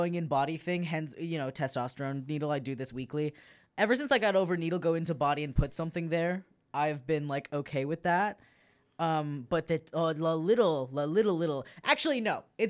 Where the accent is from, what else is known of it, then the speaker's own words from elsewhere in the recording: Canada; Because what else are you? I'm Canadian.